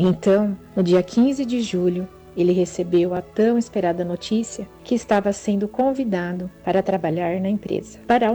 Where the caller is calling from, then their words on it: Indaiatuba, São Paulo, Brazil; sou de Itaiatuba, São Paulo, interior de São Paulo.